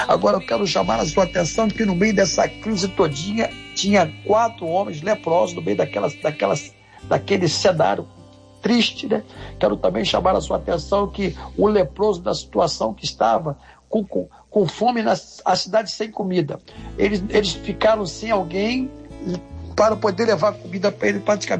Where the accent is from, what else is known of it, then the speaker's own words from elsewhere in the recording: Brazil; eu louvo a Deus que eu sou brasileiro